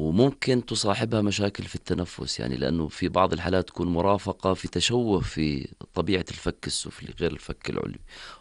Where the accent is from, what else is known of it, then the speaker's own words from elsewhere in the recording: Jordan; عندنا في الأردن